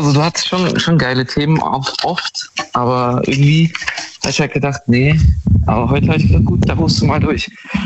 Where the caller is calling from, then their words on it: Heidelberg, Baden-Württemberg, Germany; Ich komme aus der Ecke Heidelberg.